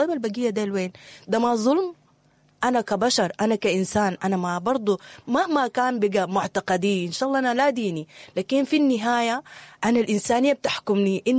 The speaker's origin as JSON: {"language": "Arabic", "country": "Sudan", "said": "إحنا مهتمين كسودانيين"}